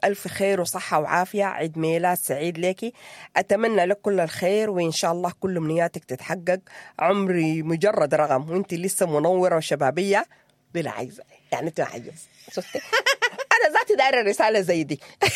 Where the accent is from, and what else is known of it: Sudan; moved away